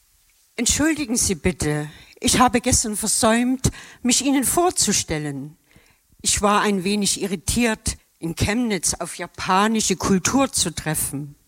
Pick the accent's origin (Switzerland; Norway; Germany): Norway; Ich komme aus Norwegen, bin Arzt und wollte weit weg von zu Hause sein, um in der Fremde eine Lösung zu finden.